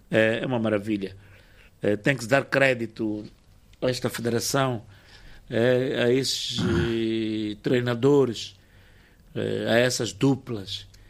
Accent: Inhambane, Mozambique; Pensei que os nomes lá da minha terra, que em Inhambane, que fossem difíceis.

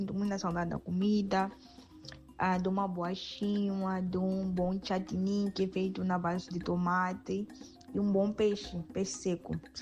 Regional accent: Mozambique; accent: Mozambican; moved away as an adult; now in Ceará, Brazil; sou moçambicana. Também o meu sotaque. Eu prezo muito para não perder o meu sotaque

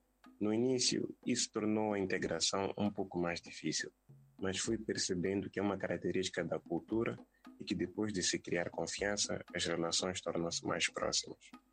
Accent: Mozambique; now in Poland; quando digo que sou moçambicano

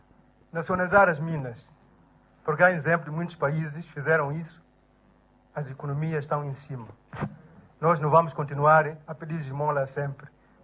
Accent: Nangade, Cabo Delgado, Mozambique; sou de Nangade.

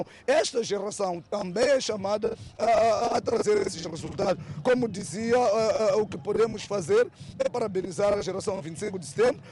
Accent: Mozambique

